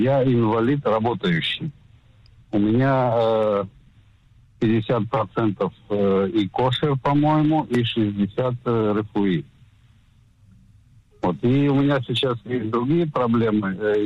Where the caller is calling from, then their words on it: Bat Yam, Tel Aviv District, Israel; Здравствуйте … из Батьяма.